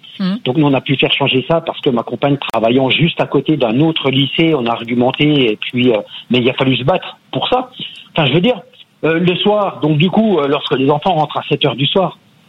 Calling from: Bourgogne-Franche-Comté, France; moi j'habite le petit village de Courcelles-lès-Quinger, donc on est à 25 km de Besançon.

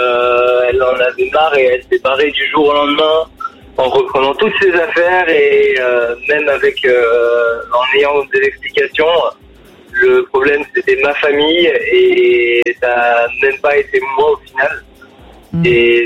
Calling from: Montreuil, Île-de-France, France; Moi je viens de Montreuil, dans le 93 jusqu'à à côté de Paris.

